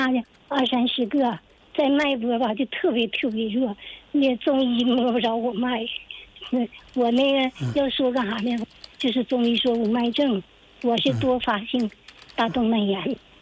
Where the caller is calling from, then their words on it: Changchun, Jilin, China; 长春的，吉林省长春市的